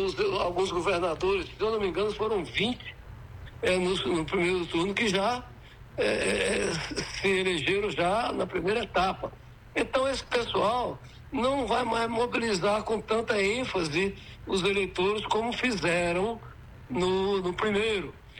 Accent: Petrolândia, Pernambuco, Brazil; ser o primeiro filho natural, nascido e criado em Petrolândia

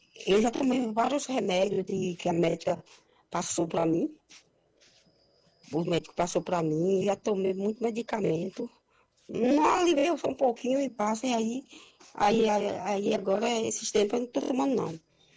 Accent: Santo Estêvão, Bahia, Brazil; Sou de Santo Estevão

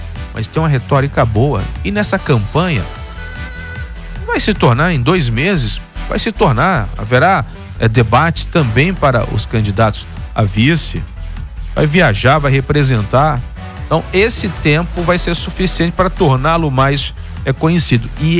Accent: Alagoas, Brazil; moved away; lá do meu estado de Alagoas

